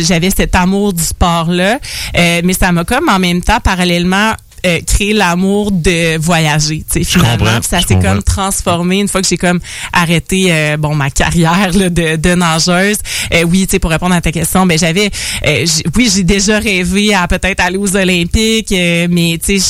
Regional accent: Lac-Beauport, Quebec, Canada; Moi, je viens du lac Beauport.

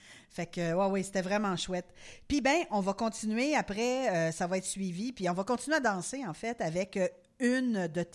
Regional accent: Quebec City, Quebec, Canada; Parce que c'est ça, moi je viens de Québec, fait que toi tu avais tantôt la référence du passeport.

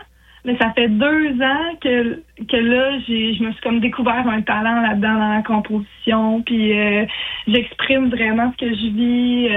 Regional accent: Mont-Joli, Quebec, Canada; Ouais, je viens de Mont-Joli. C'est là que j'ai été élevée, puis avec ma famille, mes sœurs, puis tout ça.

